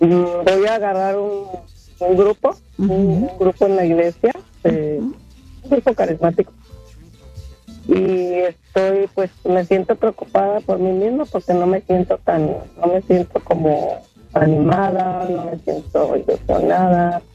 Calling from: Chicago, Illinois, United States; de Chicago.

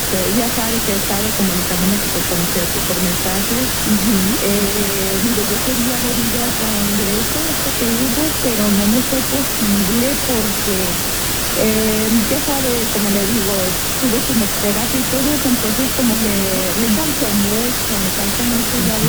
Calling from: Las Vegas, Nevada, United States; soy de Las Vegas.

